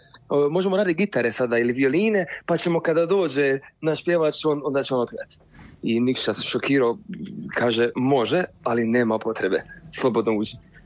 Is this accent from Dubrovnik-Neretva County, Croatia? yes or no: yes; Dubrovnik, Dubrovnik-Neretva County, Croatia; mi smo bend iz Dubrovnika, mladi smo s 19-20 godina